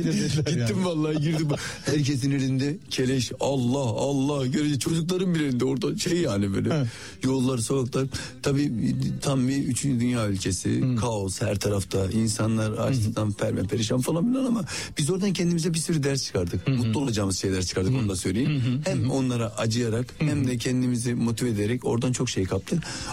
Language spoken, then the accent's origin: Turkish; Adana, Turkey; Fakir bir aile. Canım Adana'nın ben varoş mahallesinde işte gettosu, Koca Vezir denilen bir yerdir. Böyle orada yetiştim. Şimdi genelde Suriyeli, Afganların da olduğu bir yer. Yani öyle bir yerde yetiştim.